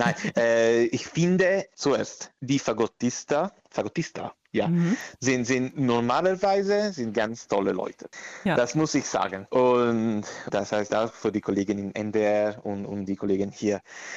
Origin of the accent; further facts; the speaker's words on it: Parma, Emilia-Romagna, Italy; German is a second language; moved away; ich komme aus Parma